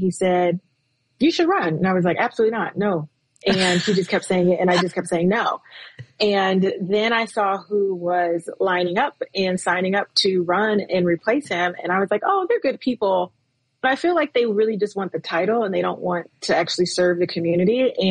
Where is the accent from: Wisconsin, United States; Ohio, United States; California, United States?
Ohio, United States; Akron; I am born and raised in Akron, Ohio.